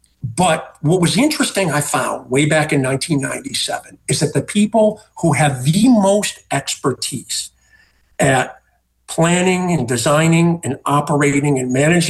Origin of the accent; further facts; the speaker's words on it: Detroit, Michigan, United States; moved away as an adult; now in Louisiana, United States; I'm from Detroit. We never had evacuations there. But in 1997, just months after I got here